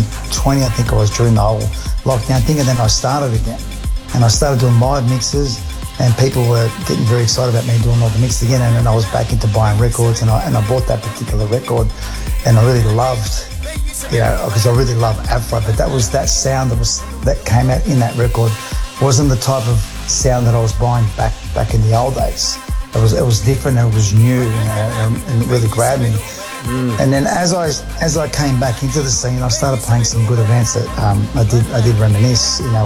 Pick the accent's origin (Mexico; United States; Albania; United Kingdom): Albania; I'm from the Balkans. I'm Albanian.